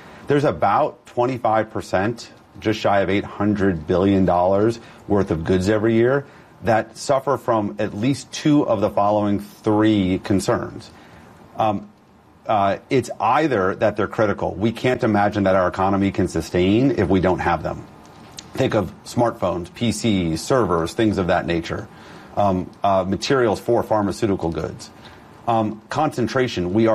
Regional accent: New York, United States; now in Washington, D.C., United States; I am born and raised in New York

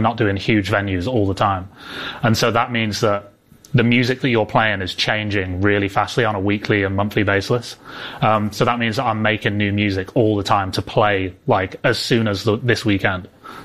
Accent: England, United Kingdom; now in Los Angeles, United States; Since I live in LA now, but I'm English, so I've had a big influence from Spanish music.

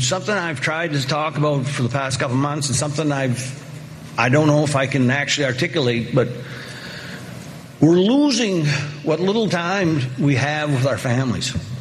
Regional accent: Allagash, Maine, United States; I grew up in Allegash in a family of loggers, and I went to work in the woods after high school

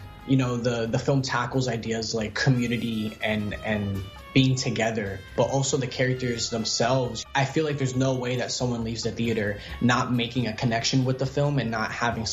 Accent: New York City, New York, United States; I was born and raised in New York, and a lot of the neighborhoods in Queens and the Bronx where I did grow up are very similar.

